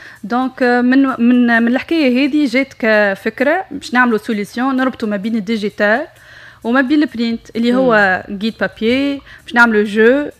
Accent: Tunisia; معناها اني قلت لك الصغار مالوف باش يعرفوا شنو هي عندنا في تونس

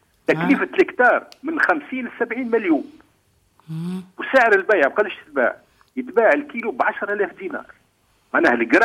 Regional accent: Tunisia; في تونس عندنا

